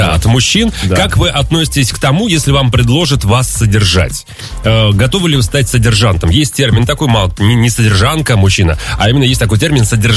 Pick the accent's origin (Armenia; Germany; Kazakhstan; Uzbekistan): Uzbekistan; moved away; Я из Узбекистана.